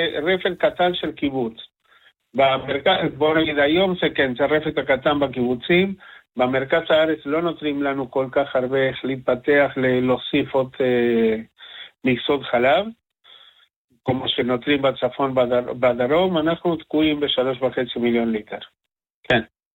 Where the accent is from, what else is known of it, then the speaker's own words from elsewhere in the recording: Argentina; accent: Spanish speaker's accent; Hebrew is a second language; now in Kibbutz Gezer, Israel; אני ארגנטינאי.